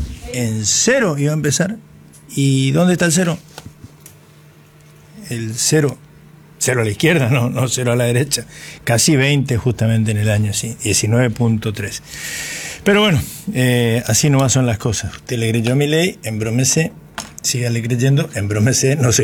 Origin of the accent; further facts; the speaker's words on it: Corrientes, Argentina; Todos los correntinos somos intelectuales, pues.